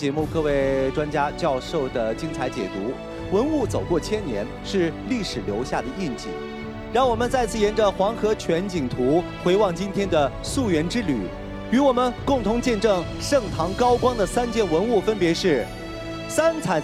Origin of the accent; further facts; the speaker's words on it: China; 我们中国人